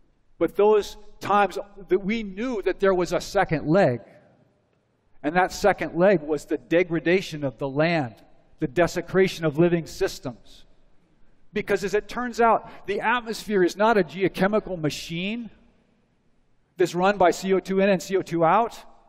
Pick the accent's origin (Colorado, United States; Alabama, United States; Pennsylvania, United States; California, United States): Colorado, United States; Boulder; I come from Boulder, Colorado, a community that has a unique relationship to climate change.